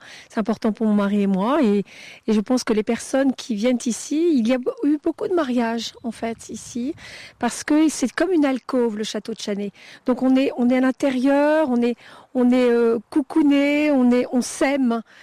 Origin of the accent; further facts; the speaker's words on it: Fronsac, Nouvelle-Aquitaine, France; born there; c'est encore plus proche du lieu où je suis née, à Fronsac.